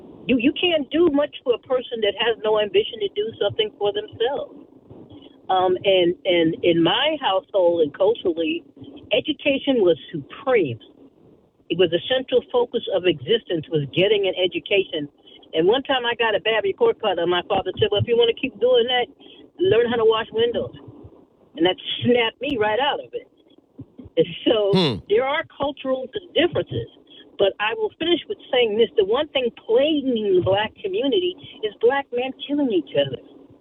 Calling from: New York, United States; I'm a New Yorker and I'm from a Trinity background.

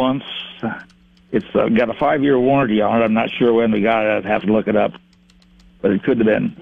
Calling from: Albion, Nebraska, United States; from southwest of Albion.

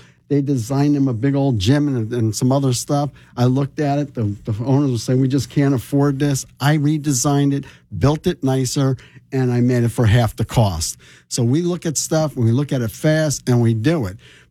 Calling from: Rahway, New Jersey, United States; I'm from Rahway, New Jersey. The town went to poop.

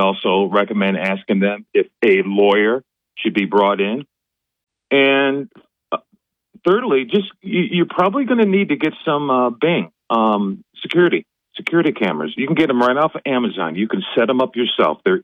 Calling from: Binghamton, New York, United States

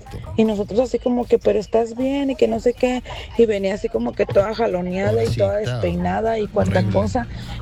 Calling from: Reynosa, Tamaulipas, Mexico; Menciono que yo soy de Reynosa. Cuando iba en esa etapa, iba en el TEC, aquí en Reynosa, en la universidad.

